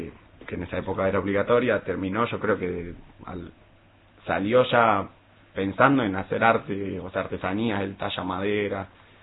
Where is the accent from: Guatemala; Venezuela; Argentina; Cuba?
Argentina; Batán, Buenos Aires Province; also born or lived in Mar del Plata; ahí en mi casa, ahí en Batán. Así que prácticamente nacido y criado en Batán.